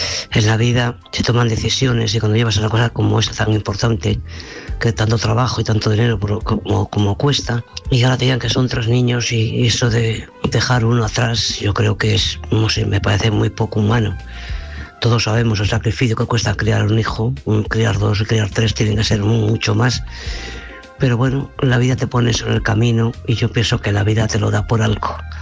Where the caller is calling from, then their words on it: Santander, Cantabria, Spain; de Santander.